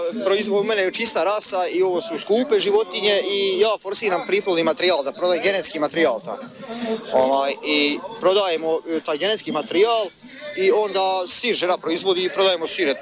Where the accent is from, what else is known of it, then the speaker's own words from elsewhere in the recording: Sladna, Federation of Bosnia and Herzegovina, Bosnia & Herzegovina; Iz Sladne sam ja, iz Obrbašića.